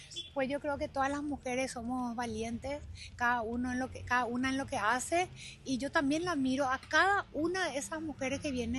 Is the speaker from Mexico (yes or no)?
no; Paraguay; Quiero hacer podio en mi país, realmente te digo.